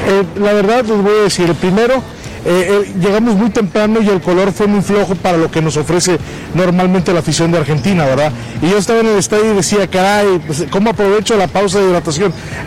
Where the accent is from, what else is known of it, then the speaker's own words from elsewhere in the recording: Mexico; Somos de México.